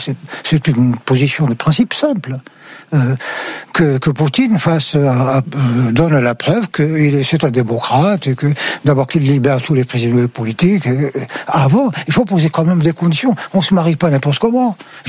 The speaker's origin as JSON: {"language": "French", "country": "Algeria", "tie": "born there", "said": "je suis algérien. Je suis né en Algérie."}